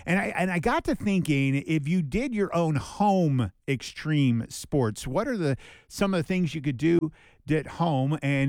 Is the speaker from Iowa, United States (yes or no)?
no; California, United States; I grew up in Southern California